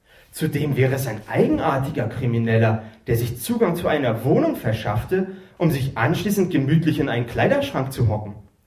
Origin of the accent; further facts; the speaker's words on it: Erfurt, Thuringia, Germany; also born or lived in Greifswald; Ich komme ja eigentlich aus Erfurt und war früher mal hier in Greifswald.